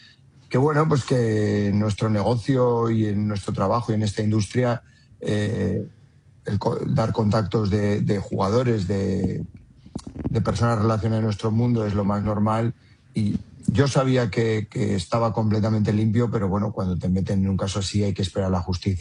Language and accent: Spanish; Valladolid, Castile and León, Spain; moved away as an adult; salí de España y volví en el año 20 a entrenar en mi ciudad, en Valladolid